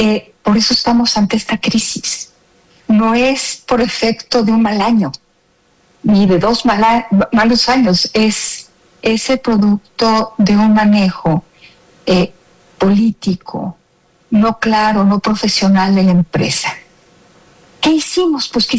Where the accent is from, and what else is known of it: Mexico